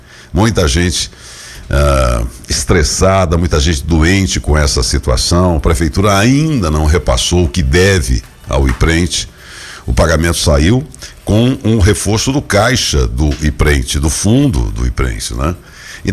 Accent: Taquaritinga, São Paulo, Brazil; born there; os que nascemos aqui em Taquaritinga

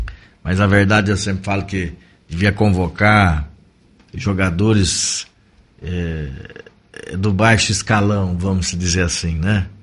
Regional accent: Brazil; a gente, como brasileiro, né?

